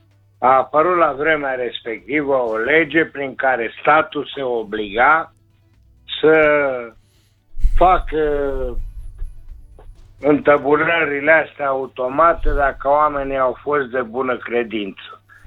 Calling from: Câmpia Turzii, Cluj County, Romania; Vă sunt din Câmpia Turzii

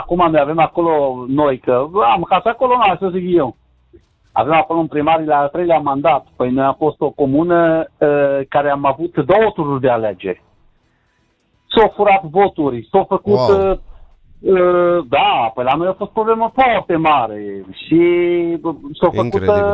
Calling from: Cluj County, Romania; În județul Cluj.

